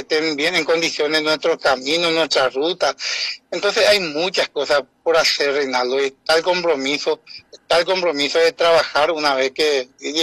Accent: Carapeguá, Paraguarí, Paraguay; somos, antes que nada, pues, paraguayos, somos hijos de Dios, y antes que nada somos hermanos

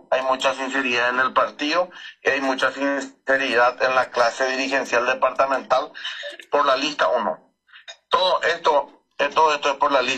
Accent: Carapeguá, Paraguarí, Paraguay

